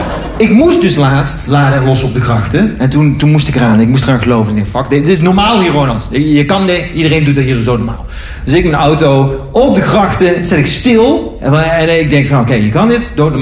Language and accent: Dutch; Eindhoven, North Brabant, Netherlands; now in Amsterdam, Netherlands; ik ben opgegroeid in Eindhoven. Daar heb je ruimte zat.